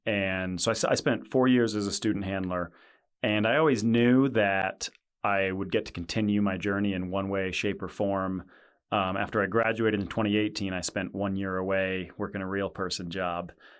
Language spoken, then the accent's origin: English; Colorado, United States; So I grew up in Southern Colorado. I've been a CU fan for a long time.